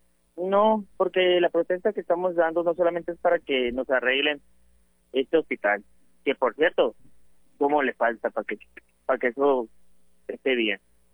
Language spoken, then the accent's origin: Spanish; Sonora, Mexico; No les importamos los 280,000 derechohabientes que somos de Sonora.